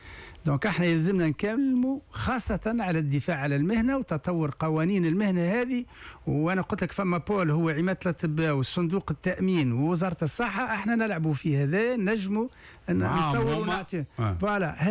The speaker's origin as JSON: {"language": "Arabic", "town": "Ben Gardane", "region": "Medenine", "country": "Tunisia", "moved": "as an adult", "lives_now": "France", "said": "احنا عشنا هنا لكن أنا أصيل بنقردين"}